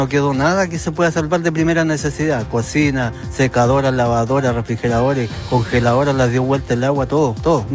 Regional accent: Chile; Y como chilenos nos merecemos una vivienda digna y vivir en tranquilidad.

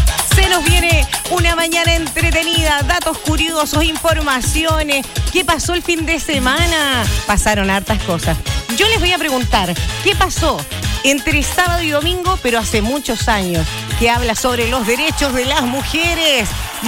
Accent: Osorno, Los Lagos, Chile; Yo vengo de aquí, de Osorno. De Osorno.

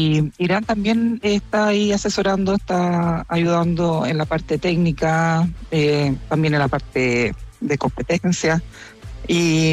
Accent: Santiago, Santiago Metropolitan Region, Chile; No, soy de Santiago, Santiago.

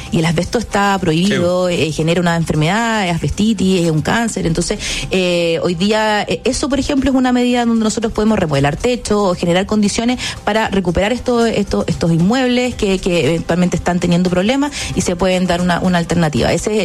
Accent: Valparaíso, Chile; yo soy de Valparaíso, entonces estamos acostumbrados también a tener reconstrucciones asociadas

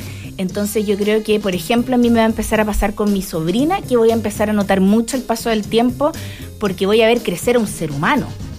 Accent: Concepción, Biobío, Chile; Yo soy de Concepción

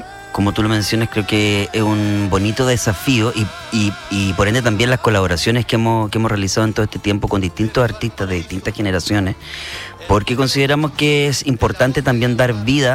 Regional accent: Valparaíso, Chile; Aparte que como … nosotros somos de acá, somos de Valparaíso

